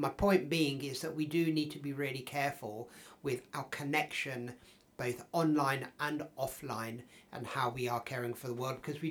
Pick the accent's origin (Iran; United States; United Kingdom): United Kingdom; London; moved away; I grew up in North London. I used to roll down Alexandra Palace.